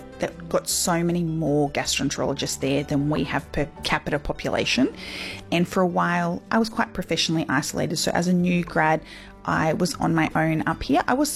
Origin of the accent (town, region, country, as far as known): Queensland, Australia; born or raised there